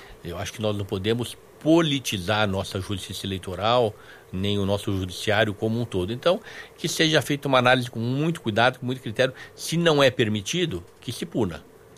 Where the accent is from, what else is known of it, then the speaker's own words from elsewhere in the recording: Brazil; como brasileiro, como cidadão